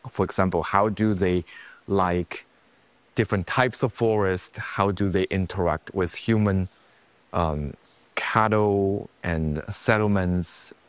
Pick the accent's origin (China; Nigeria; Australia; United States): China; Southwest China; So I grew up in Southwest China. I was born in a city not directly inside the panda habitat, but maybe a couple hours away by train.